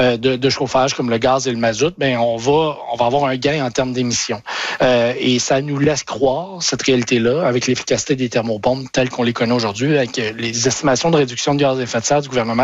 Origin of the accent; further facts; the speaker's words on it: Quebec, Canada; chez moi au Québec